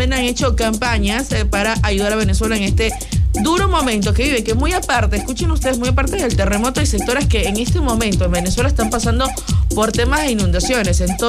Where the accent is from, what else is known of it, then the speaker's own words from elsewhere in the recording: Ecuador; Y hoy más que nunca somos ecuatorianos de cepa, 100%.